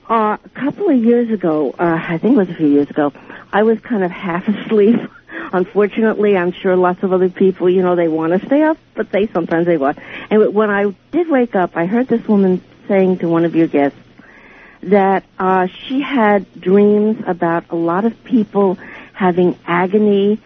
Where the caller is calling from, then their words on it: New York, United States; I'm listening from New York.